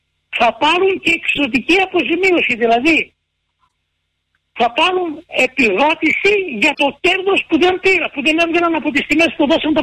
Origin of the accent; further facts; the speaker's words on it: Pentapoli, Central Macedonia, Greece; στο χωριό μου την Πεντάπολη